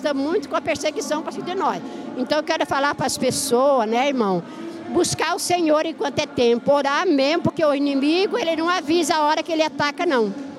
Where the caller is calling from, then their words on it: Paraná, Brazil; eu sou do Paraná também